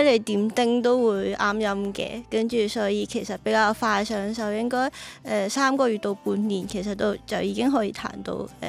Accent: Macau; also born or lived in Beijing; now in Guangzhou, China; 咁我系嚟自澳门，系澳门土生土长嘅。咁我大学嗰阵咧就去咗北京中央音乐学院

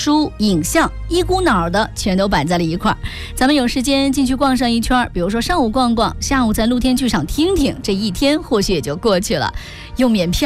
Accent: Gansu, China; 哎，作为一个甘肃人，我真的有点私心强推这个作品，

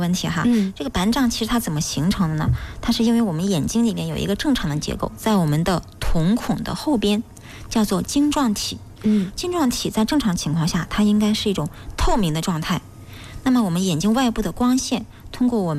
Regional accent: Wuhan, Hubei, China; 我们武汉人

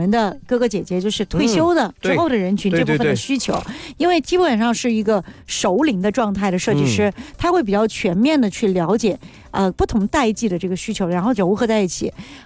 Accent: Guangzhou, Guangdong, China; 这个可能跟咱们广州人这种就是比较容易接受新事物的这种城市风格是有关系的。

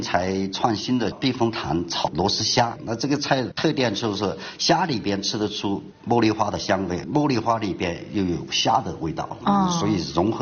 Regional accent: Yunnan, China

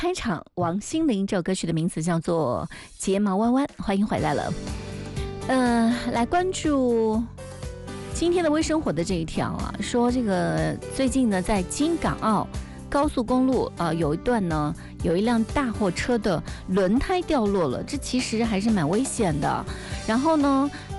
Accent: Shucheng, Anhui, China; 我的家乡啊，安徽舒城万佛湖上演了水墨仙境

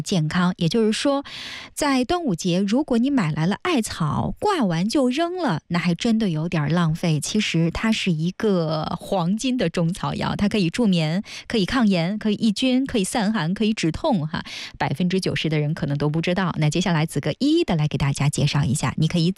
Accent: Northeast China, China; now in Zhejiang, China; 在我们东北有这样的一个习俗，就是在端午节的时候每天早晨弄这个艾草泡水，然后大家用它来洗手洗脸。我不知道咱们浙江这边是不是这样的哈

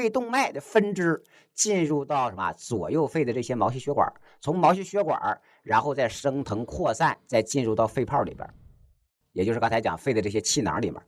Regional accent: China; 你看我们中国人喜欢用个词儿叫什么，叫气绝身亡。

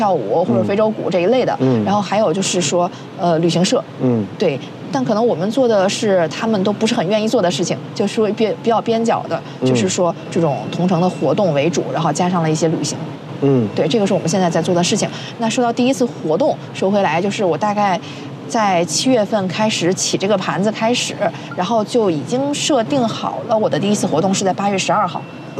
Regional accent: Beijing, China; 毕竟我自己土生土长的北京人，也30多年在北京了

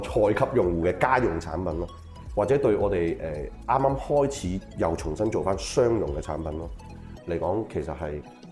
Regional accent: China; 我覺得我哋中國人做到嘅嘢，應該會俾呢個世界感到驚喜要。

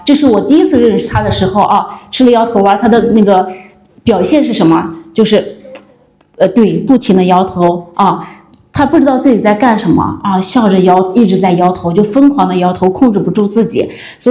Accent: China

